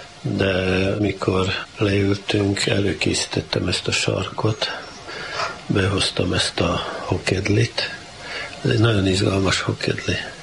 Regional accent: Kanjiža, Vojvodina, Serbia; én a Kanizsán a Jézus szíve szobor, illetve a szindikátus otthon, illetve a könyvtár és színház épület melletti lévő lovasházban, úgynevezett lovasházban, mert az ajtó fölött gipsz lófejek voltak, születtem 1940-ben.

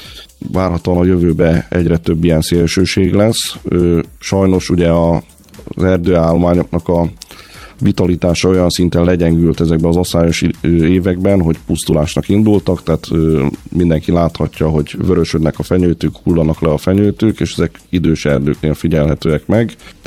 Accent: Ásotthalom, Csongrád-Csanád, Hungary; Én alföldi származású vagyok, Ásotthalomról származom

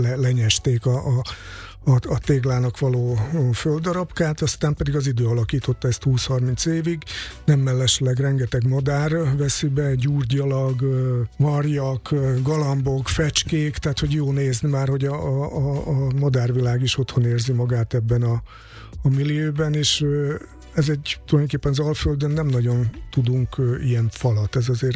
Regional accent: Kishegyes, Vojvodina, Serbia; és értem szerint innen származom, Kishegyesről

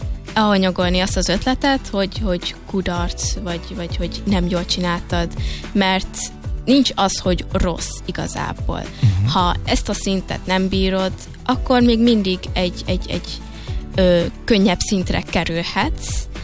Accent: Hungary; now in Netherlands; Mert szerintem elég unalmas lenne, ha mindenki azt mondja, hogy holland vagyok, mert már 20 éve itt élek.

